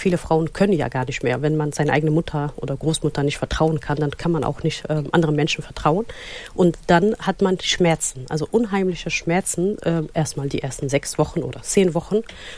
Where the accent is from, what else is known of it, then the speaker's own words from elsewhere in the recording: Somalia; Also in meinem Heimatland Somalia ist seit 91 Bürgerkrieg und es können nur, Schule ist privat, also $20 im Monat.